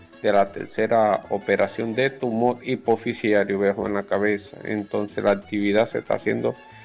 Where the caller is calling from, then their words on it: Las Tablas, Los Santos, Panama; mi pueblo de Panamá, pueblo de Macaraca y de todos los alrededores. Allá cerca a mi casa en Bayano Las Tablas